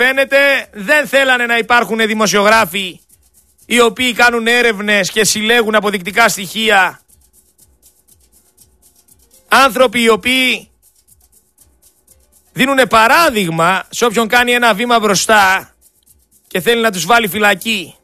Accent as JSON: {"language": "Greek", "country": "Greece", "said": "Είμαι ένας Έλληνας πολίτης πέρα από ραδιοφωνικός παραγωγός."}